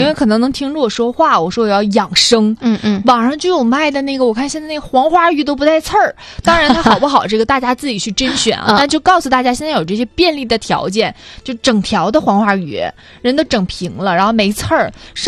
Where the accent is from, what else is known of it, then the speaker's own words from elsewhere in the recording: Northeast China, China; 确实好像咱们东北人确实不太愿意喝汤